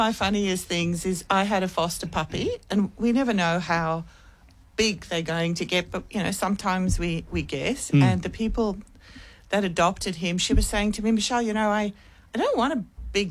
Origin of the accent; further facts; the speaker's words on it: South Africa; now in Australia; And as a South African, the elephant walking across I feel like...